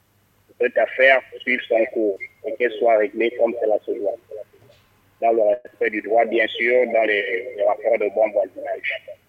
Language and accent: French; Gabon; Moi, je suis Gabonais. J'ai grandi au Gabon. J'ai fait peut-être mes études à l'étranger. Je suis revenu chez moi.